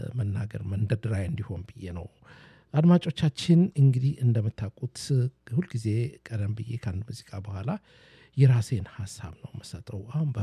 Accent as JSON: {"language": "Amharic", "region": "Dire Dawa", "country": "Ethiopia", "tie": "born or raised there", "said": "አዎ በእርግጥም አማራ ነኝ፣ ግን ንጹህ ኢትዮጵያዊ ነኝ። አማራ ሰውን ደግሞ ድሬዳዋ ተወልጄ አደኩኝ።"}